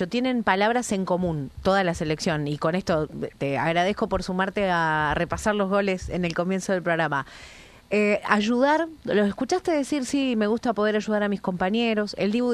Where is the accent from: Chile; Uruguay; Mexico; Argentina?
Argentina; No, si yo soy de Argentina, ¿no?